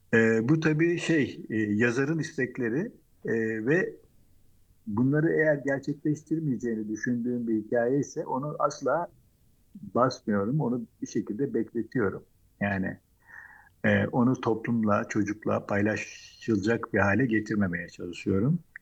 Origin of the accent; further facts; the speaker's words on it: Samsun, Turkey; born there; also born or lived in Istanbul; Samsun'da doğdum. Ama ailem Samsunlu değil. Babam İstanbullu, annem Selanik doğumlu. İstanbul'da mimarlık okudum.